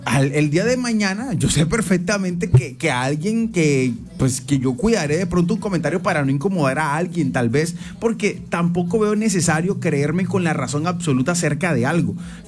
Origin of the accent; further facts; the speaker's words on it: Colombia; Somos colombianos, todos.